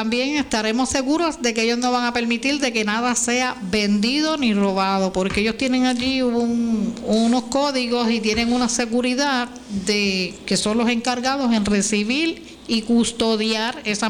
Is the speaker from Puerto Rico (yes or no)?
yes; Puerto Rico; nosotros aquí en Puerto Rico